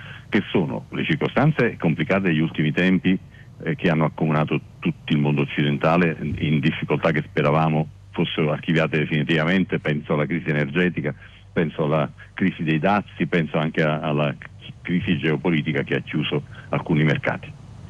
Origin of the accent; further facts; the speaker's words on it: Naples, Campania, Italy; io sono napoletano di origine, c'è un bellissimo proverbio che afferma